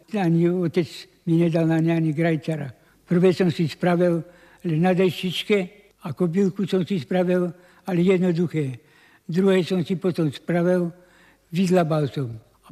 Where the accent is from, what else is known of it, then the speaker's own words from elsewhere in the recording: Myjava, Trenčín Region, Slovakia; U nás na Myjave, keď som chodil do školy prvý rok